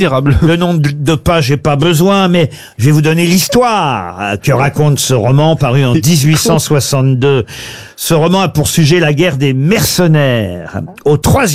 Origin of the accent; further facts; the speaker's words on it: Normandy, France; Moi, chez moi, en Normandie, c'était le père Lapouque.